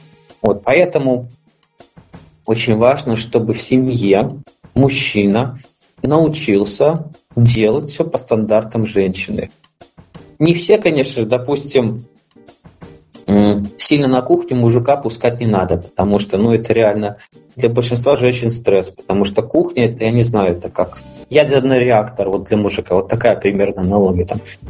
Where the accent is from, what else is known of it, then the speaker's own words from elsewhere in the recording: Belarus; Я из Беларуси